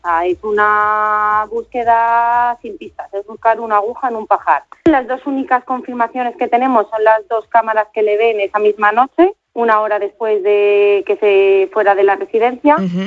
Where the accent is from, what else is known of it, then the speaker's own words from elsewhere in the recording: Madrid, Community of Madrid, Spain; la familia somos de Madrid